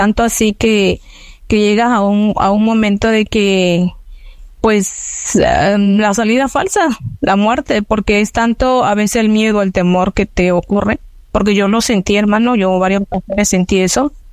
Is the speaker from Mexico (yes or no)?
yes; Macuspana, Tabasco, Mexico; soy originaria del estado de Tabasco, del municipio de Macuspana, pues un lugar muy hermoso